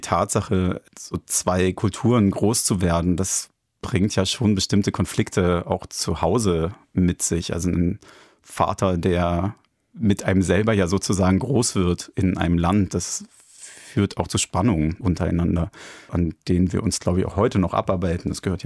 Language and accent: German; Hamburg, Germany; moved away as an adult; also born or lived in Berlin / Munich; Meine Mutter ist dann also nicht nach Slowenien gezogen, sondern mein Vater ist dann nach Hamburg gekommen und so bin ich in Hamburg aufgewachsen.